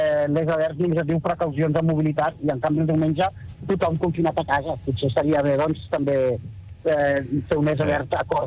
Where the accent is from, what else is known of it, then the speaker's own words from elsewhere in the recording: Granollers, Catalonia, Spain; estem aquí a Granollers, jo soc de Granollers.